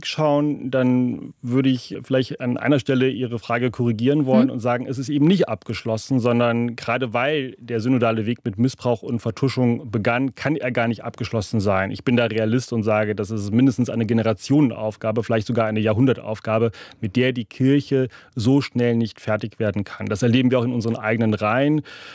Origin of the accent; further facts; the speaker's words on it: Rhineland, Germany; Ich bin selber Jahrgang 81 und gehöre vielleicht noch zu der letzten Generation. Ich komme aus dem Rheinland, wo man in eine Volkskirche hineingeboren wurde.